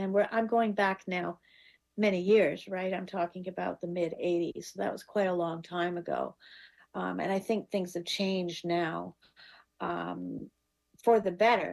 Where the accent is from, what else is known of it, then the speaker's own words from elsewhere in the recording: Canada; moved away as an adult; now in United States; growing up in Canada and having been exposed to great teachers there